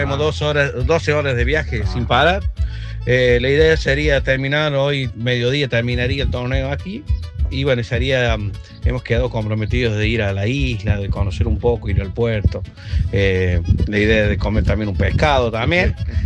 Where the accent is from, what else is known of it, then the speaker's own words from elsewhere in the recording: Tilisarao, San Luis, Argentina; soy de San Luis, más de Tilizarao sería. Está a 140 kilómetros de la capital de San Luis.